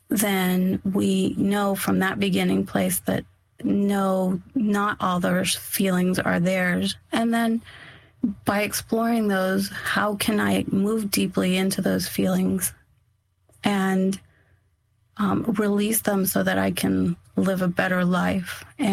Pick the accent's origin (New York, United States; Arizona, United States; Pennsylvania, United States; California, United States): Arizona, United States; Yuma; because I grew up in Yuma, Arizona. We're right on the border. And so there's a large Hispanic population, and growing up around